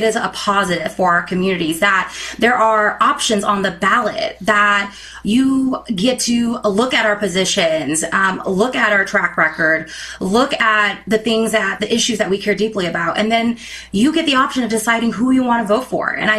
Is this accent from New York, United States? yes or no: no; Sacramento, California, United States; Look, I grew up in South Sacramento. I'm the oldest of 16 kids in my family. I grew up on food stamps